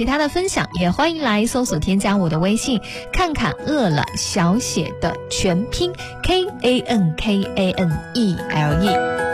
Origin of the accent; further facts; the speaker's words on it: Xuzhou, Jiangsu, China; 我们徐州人对地锅鸡真的是很爱